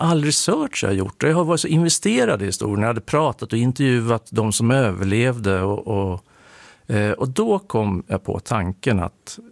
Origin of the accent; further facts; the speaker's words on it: Nyköping, Södermanland, Sweden; moved away; Jag är från Nyköping så jag har dammat av några gamla Nyköpingsuttryck till och med.